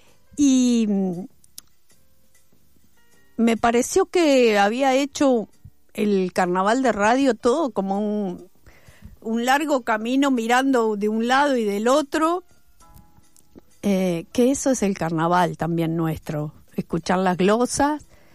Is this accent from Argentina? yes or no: yes; Buenos Aires, Argentina; no somos murga uruguaya, no somos murga porteña, no sé lo que somos. Yo le dije, vos escuchala y después decís qué te parece. Está muy bueno esto de que la gente vea que podemos mezclar y no perdemos identidad ni nada, somos del barrio Almagro